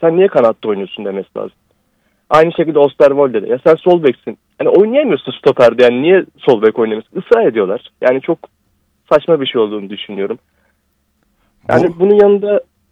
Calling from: İzmit, Kocaeli, Turkey; İzmit'ten arıyorum ben sizi.

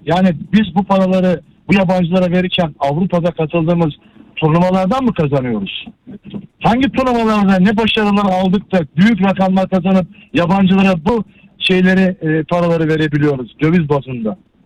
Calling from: Istanbul, Turkey; Ben İstanbul'dan arıyorum.

